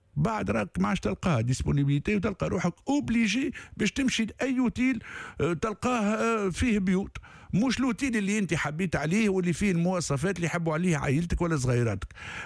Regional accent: Tunisia; اللي عندنا في تونس.

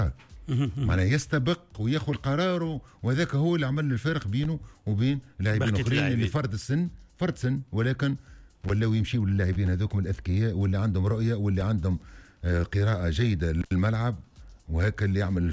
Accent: Tunisia; فإحنا في تونس

